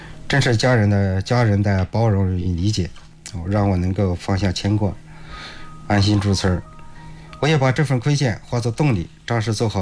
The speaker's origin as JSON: {"language": "Chinese", "region": "Hubei", "country": "China", "tie": "born or raised there", "moved": "yes", "said": "我的老家在湖北农村"}